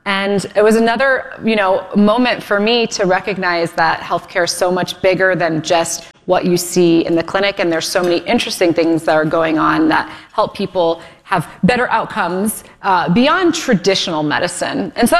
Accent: Solon, Ohio, United States; moved away; I was born and raised in Solon, Ohio, spent 13 years in the Solon School District

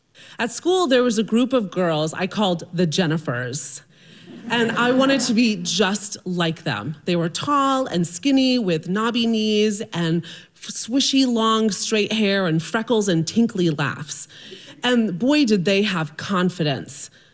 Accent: Palestine; I would get asked, but … where are you really from? And I would say, that was confusing. I would say, I'm Palestinian. My parents are from Palestine

